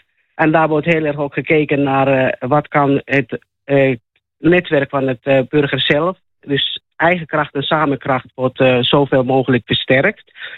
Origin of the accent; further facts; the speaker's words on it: Finland; accent: Finnish; Dutch is a second language; now in Netherlands; Het accent komt uit Finland.